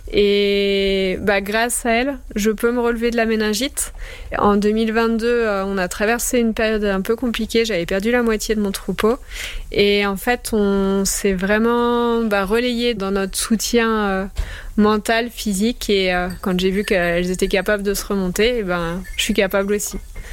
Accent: Auvergne-Rhône-Alpes, France; now in Vercors, France; Je suis originaire de Haute-Savoie

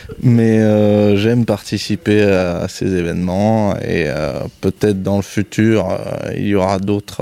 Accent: Barnave, Auvergne-Rhône-Alpes, France; moi je suis natif de Barnave

